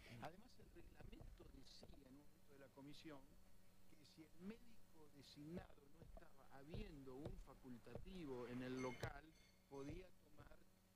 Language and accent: Spanish; Argentina